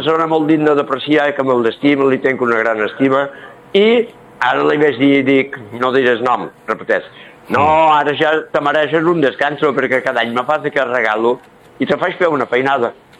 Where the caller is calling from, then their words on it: Menorca, Balearic Islands, Spain; el que ens identifica un poc com a menorquins